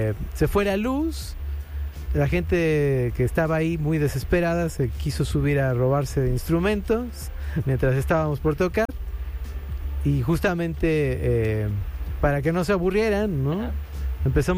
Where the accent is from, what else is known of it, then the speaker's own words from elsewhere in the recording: Tulancingo, Hidalgo, Mexico; moved away; Mi tierra natal, ¿no? También que es Hidalgo